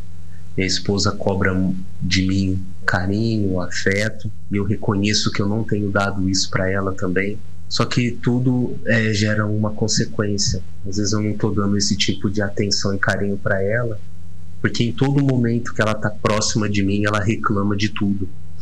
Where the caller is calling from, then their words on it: Ribeirão Preto, São Paulo, Brazil; Eu sou de Ribeirão Preto, tenho 38 anos, minha esposa tem 37.